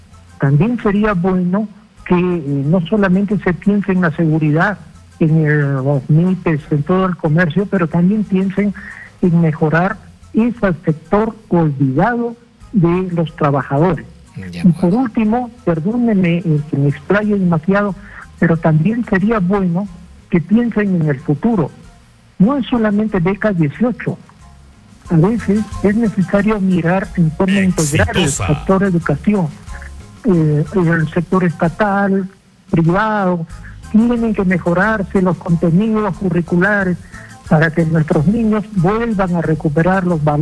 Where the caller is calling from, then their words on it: Junín, Peru; desde Junín.